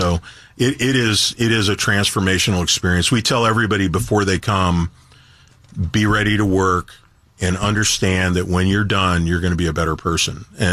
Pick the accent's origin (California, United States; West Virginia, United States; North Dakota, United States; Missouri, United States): Missouri, United States; I'm a kid from St. Louis County, right?